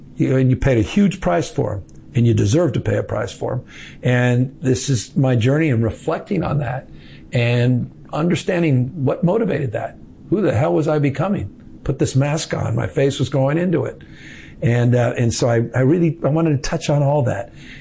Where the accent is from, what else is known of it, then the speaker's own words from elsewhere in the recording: San Francisco, California, United States; I grew up in San Francisco and the bay and the fog.